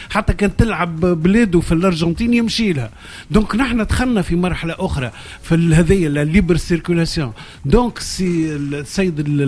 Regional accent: Tunisia; moved away; شنو لي زافونتاج اللي عندي انا كمهندس تونسي في الخارج؟

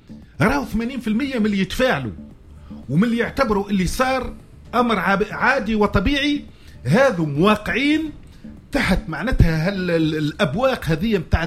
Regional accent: Tunisia

